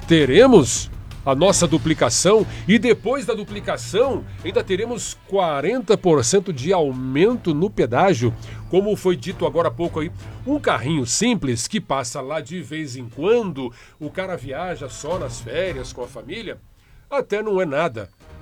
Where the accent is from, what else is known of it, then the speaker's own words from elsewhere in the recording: Paraná, Brazil; Eu, por exemplo, tem candidatos lá da minha região, dos Campos Gerais, da onde eu vim. Mas hoje eu tô aqui.